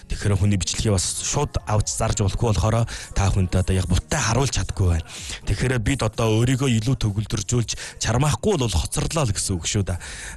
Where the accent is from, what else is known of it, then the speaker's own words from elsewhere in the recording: Hulunbuir, Inner Mongolia, China; Хүлэн байр нутгийн маань өнгө зөмж гэж үнэхээр сайхан.